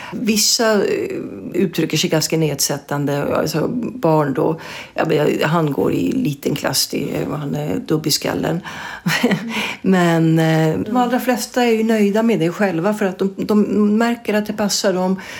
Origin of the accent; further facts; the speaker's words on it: Sweden; Jag är född och uppvuxen i Sverige. Mina föräldrar kom som flyktingar när de var barn